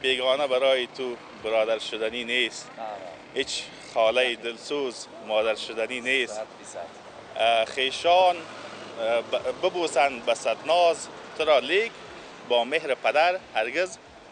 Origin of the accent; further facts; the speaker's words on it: Baghlan, Afghanistan; اگر چه دور نیزدیم ولایت هست ما از بغلان هستیم، میبینم گریانم میگیره